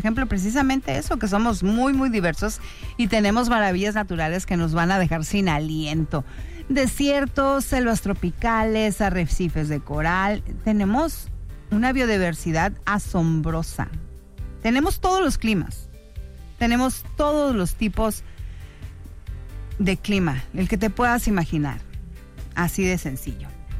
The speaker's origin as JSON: {"language": "Spanish", "country": "Mexico"}